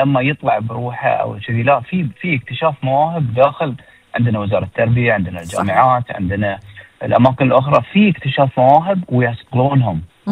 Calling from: Bahrain; الموجود عندنا في البحرين

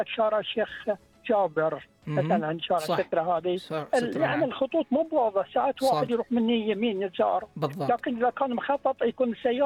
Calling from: Bahrain; وهذه بلدتي لازم أحافظ عليها.

